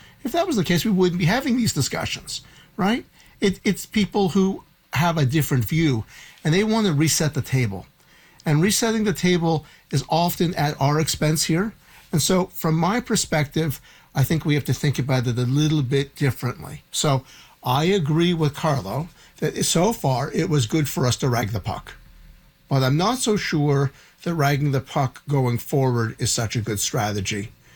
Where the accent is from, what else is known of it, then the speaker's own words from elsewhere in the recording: Canada; also born or lived in Ontario / New York; So I'm an American lawyer and a Canadian lawyer. I'm a Canadian.